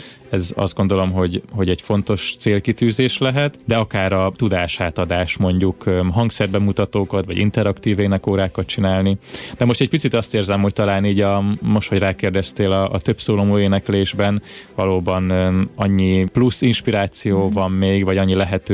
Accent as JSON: {"language": "Hungarian", "region": "Zala", "country": "Hungary", "said": "hogyha már mindketten zalaiak vagyunk, akkor ezt miért ne tegyük meg Zalában"}